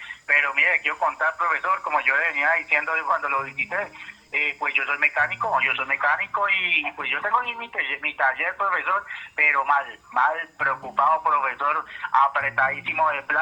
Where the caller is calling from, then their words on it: Medellín, Antioquia, Colombia; Aquí aquí de Medellín, Antioquia, al barrio Guayabal